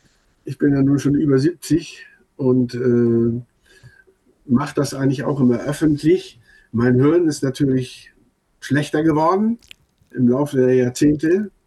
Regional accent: Northern Germany, Germany; accent: Plattdeutsch; first language Low German; German is a second language; Also, Plattdeutsch ist eigentlich meine Muttersprache

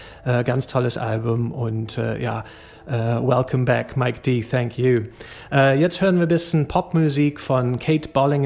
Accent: Scotland, United Kingdom; German is a second language; now in Germany; Ich bin in Schottland aufgewachsen und solche Musik hätte man auch auf so einen Cayley hören können.

